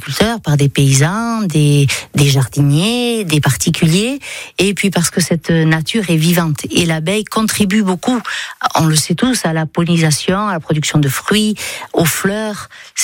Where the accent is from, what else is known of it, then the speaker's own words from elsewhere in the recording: Ascain, Nouvelle-Aquitaine, France; je suis d'Askin, j'ai été élevée à Askin, je suis d'ici.